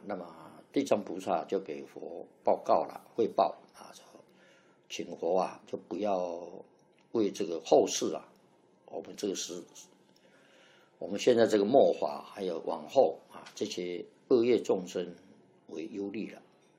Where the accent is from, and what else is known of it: China